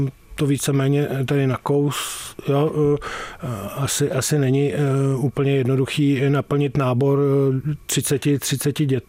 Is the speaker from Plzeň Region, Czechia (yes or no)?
no; Prague, Czechia; protože jsem z Prahy, celý život jsem prožil v Praze